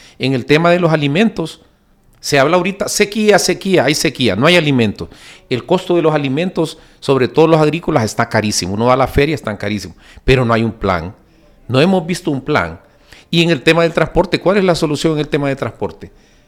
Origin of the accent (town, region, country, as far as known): Honduras